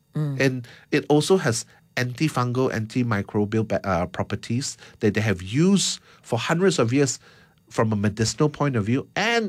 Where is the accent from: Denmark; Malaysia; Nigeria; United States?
Malaysia